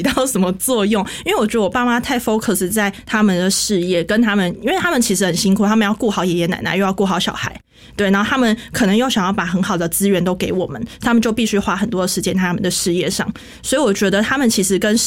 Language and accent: Chinese; Taoyuan, Taiwan; 因为我是桃园人